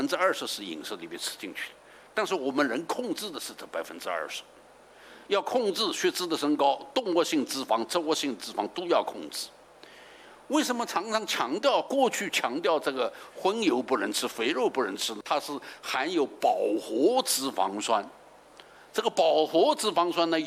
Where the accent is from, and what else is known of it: China